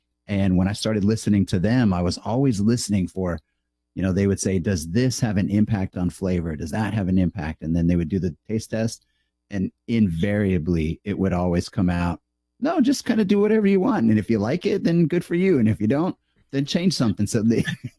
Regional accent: Arizona, United States; I grew up in Arizona, okay. And there was a lot of mesquite used around there

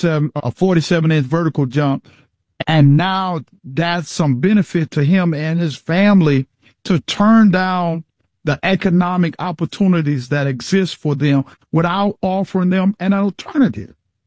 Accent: the South, United States; moved away; I'm from the South, and I just left visiting my mother a couple months ago in South Carolina

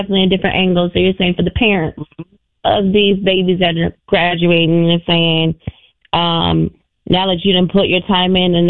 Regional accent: California, United States; now in Minnesota, United States; I'm from Cali.

